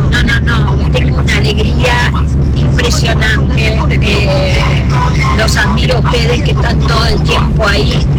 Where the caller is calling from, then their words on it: Buenos Aires, Argentina; de Floresta